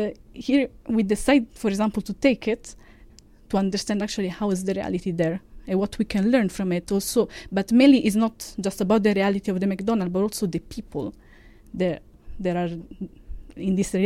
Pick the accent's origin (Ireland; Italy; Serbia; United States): Italy; I'm from Italy. I'm 25 years old.